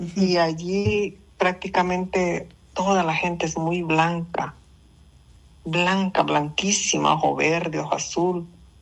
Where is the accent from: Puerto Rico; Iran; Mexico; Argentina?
Mexico; Pinotepa Nacional, Oaxaca; born or raised there